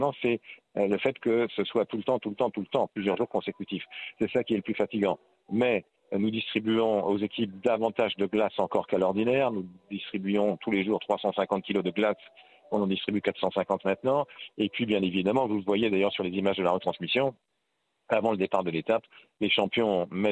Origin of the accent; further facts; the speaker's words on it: Grand Est, France; now in Paris, France; même si je suis un Parisien originaire d'Alsace.